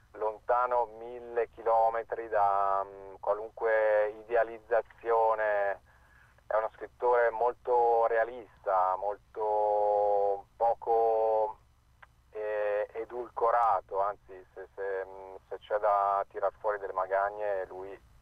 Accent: Veneto, Italy; now in Milan, Italy; mi tengo il weekend per tornare nel posto dove sono cresciuto, cioè in Veneto, anzi con la W Veneto, e appunto sono posti dove, per far fede alla W abbastanza selvaggi, dove la linea prende così così.

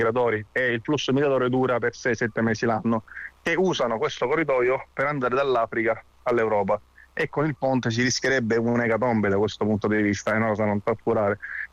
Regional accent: Messina, Sicily, Italy; io sono di Messina

